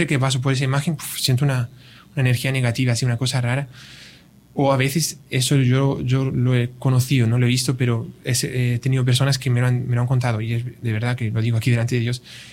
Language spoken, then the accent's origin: Spanish; Spain; also born or lived in Brazil; now in El Salvador; en Brasil yo estuve mucho tiempo, aunque soy de España y estoy ahora en El Salvador